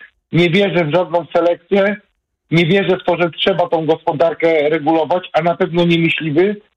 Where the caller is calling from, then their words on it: Pruszcz Gdański, Pomeranian Voivodeship, Poland; Ja mieszkam w Pruszu Gdańskim